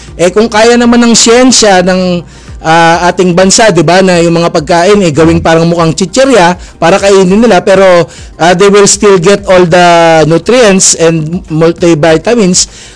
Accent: Western Visayas, Philippines; Saka ilonggo kasi ako.

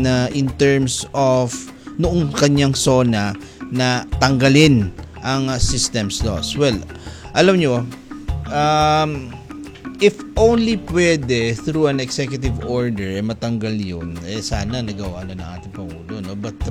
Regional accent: Marawi, Bangsamoro, Philippines; sa amin sa Marawi, eh, isa talaga yan sa talagang damang-dama namin because we are the one who generates, or yung lake namin generates electricity that powers 75% of Mindanao

